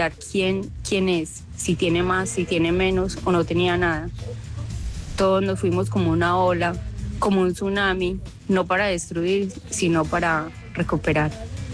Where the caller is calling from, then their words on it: Colombia; me siento orgullosa de ser colombiana, y yo que tuve la oportunidad de vivir en el extranjero